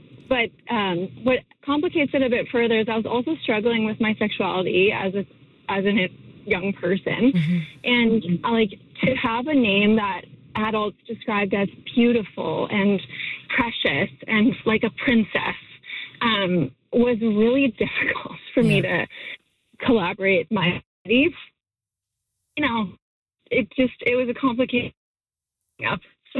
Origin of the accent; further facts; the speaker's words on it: Vancouver, British Columbia, Canada; As a Caucasian female growing up in Vancouver